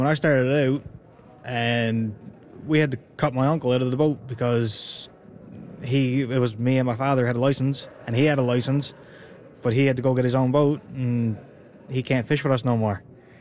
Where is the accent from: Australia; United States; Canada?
Canada; Bennett's Cove, Newfoundland and Labrador; Bennett's Cove, Newfoundland, just on the west coast. 20 minutes outside Cornerbrook.